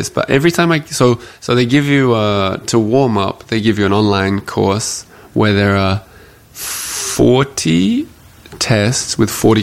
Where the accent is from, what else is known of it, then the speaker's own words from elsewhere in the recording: Australia; I've never driven in the snow. I'm Australian.